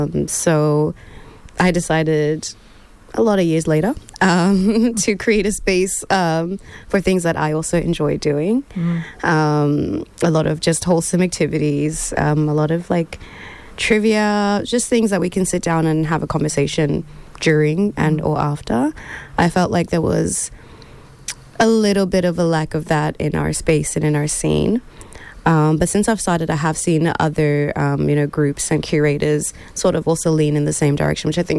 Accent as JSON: {"language": "English", "town": "Brisbane", "region": "Queensland", "country": "Australia", "tie": "born or raised there", "moved": "yes", "said": "I grew up in Brisbane for, I guess, a lot of my years. I moved here in about 2008. And I was still very young then"}